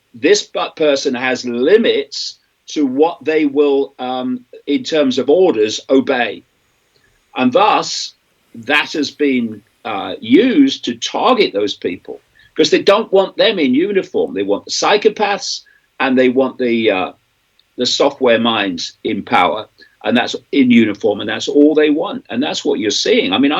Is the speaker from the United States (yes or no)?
no; England, United Kingdom; I was born in 1952. I was brought up in England in the 1950s, not that long after the war, really.